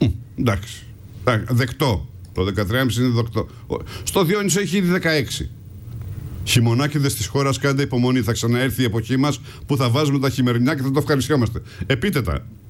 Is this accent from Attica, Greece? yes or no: yes; Athens, Attica, Greece; η οποία έδωσε το όνομά της στην οδό Βαλτετσίου, στην οποία μεγάλωσα, στα Εξάρχεια.